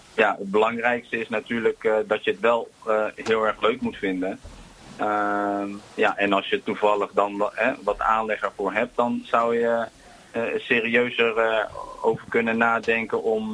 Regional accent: Gouda, South Holland, Netherlands; Geboren en getogen in Gouda

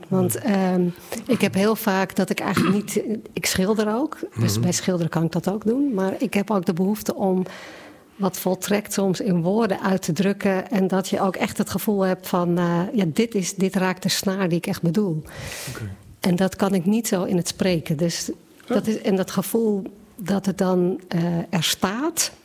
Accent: Wieringermeer, North Holland, Netherlands; born there; now in Gouda, Netherlands; Ik ben geboren in de Wierenmeerpolder, maar ik woon wel al 30 jaar in Gouda.

